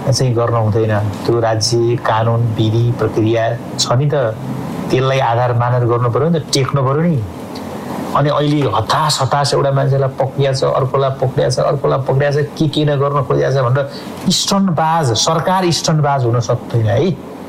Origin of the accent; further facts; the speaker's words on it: Bagmati, Nepal; moved away; म रामेछापको मान्छे हो, मैले धेरै टेलिभिजनमा भनेको पनि छु, मेरो गाउँमा बाटो थिएन, दोलाल घाटमा आएर 2 दिन हिँडेर गाडी चढ्या हो, आज मेरो दैलासम्म पिच बाटो पुग्छ